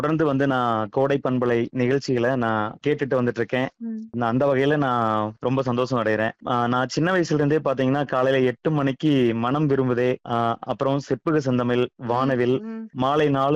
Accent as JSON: {"language": "Tamil", "area": "Kangeyam, Tiruppur district", "region": "Tamil Nadu", "country": "India", "tie": "born or raised there", "said": "எனது சொந்த ஊர் திருப்பூர் மாவட்டம் காங்கேயம்பட்டம் நத்தக்கடையூர் அருகில் உள்ள மருதுரை."}